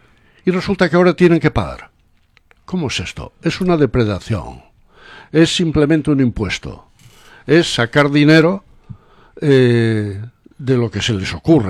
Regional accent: Oviedo, Asturias, Spain; Yo soy de Oviedo.

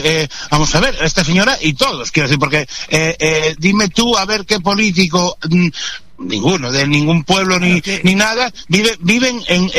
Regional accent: Spain; A mí como español

